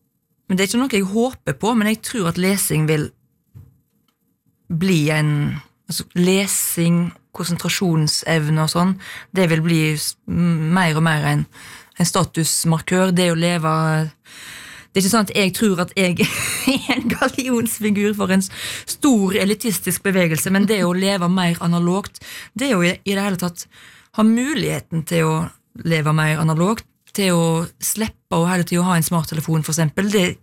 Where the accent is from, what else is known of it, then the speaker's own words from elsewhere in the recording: Ølen, Vestland, Norway; min far jobbet som kulturskolerektor, det som da hette musikkskolerektor, i Ølen der jeg vokste opp.